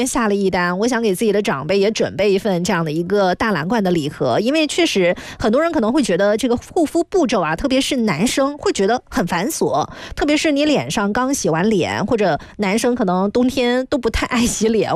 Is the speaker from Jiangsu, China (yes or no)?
no; Guangxi, China; now in Guangzhou, China; 但是我作为一个广西人来了广州之后